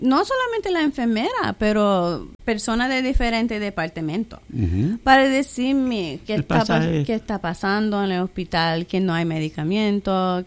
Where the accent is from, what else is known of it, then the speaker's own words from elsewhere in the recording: New York, United States; born there; moved away as an adult; also born or lived in Puerto Rico; now in Santa Cruz; Pues tú sabes que la historia mía es que yo nací en Nueva York. Yo me mudé para Puerto Rico en 2015 y aquí en 2017, sola.